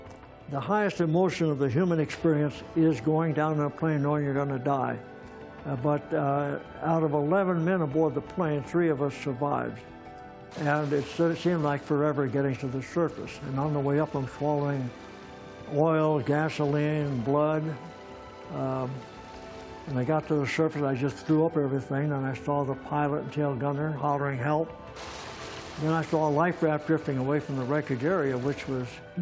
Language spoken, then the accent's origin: English; Torrance, California, United States; first language it; English is a second language; also born or lived in New York; I couldn't speak English, so I'm in kindergarten, and the only reason I got to the first grade is because I cheated.